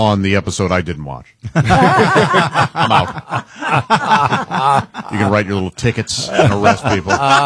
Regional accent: Central Time Zone, United States; I grew up in Central time.

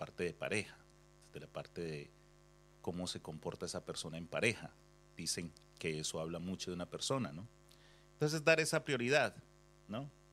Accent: Cartago, Valle del Cauca, Colombia; él era de mi tierra, de Cartago Valle, Colombia

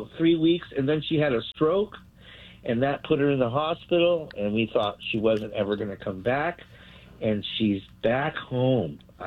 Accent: Burbank, California, United States; born there; he's in St. Joseph, where I was born in Burbank.

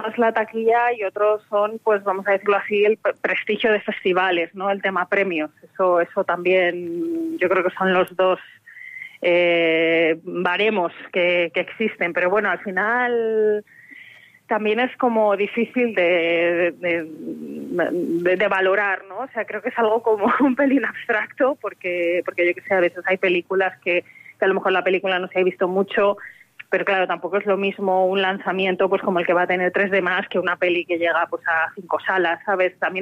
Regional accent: Zamora, Castile and León, Spain; also born or lived in Benavente; now in Madrid, Spain; Seguro que hay algún guionista más de Zamora

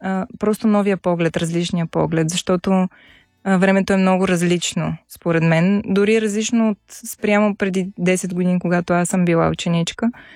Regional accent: Sandanski, Blagoevgrad Province, Bulgaria; да, аз съм от Сандански и съм много щастлива да бъда тук.

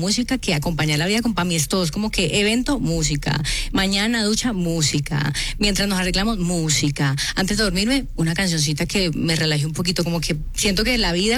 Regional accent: Cali, Valle del Cauca, Colombia; Soy caleña y me encanta la salsa. Crecí escuchando salsa y bailando salsa.

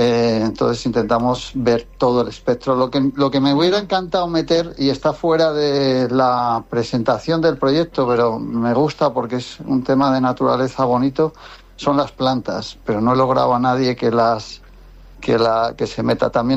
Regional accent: Spain; moved away as an adult; now in England, United Kingdom; me gustaría también volcarlo en mi país, ¿no?, en España

